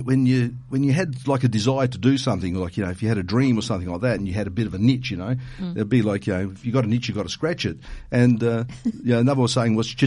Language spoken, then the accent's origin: English; Port Pirie, South Australia, Australia; But the Mofetese, growing up in Port Pirie, we Australianised a lot of words.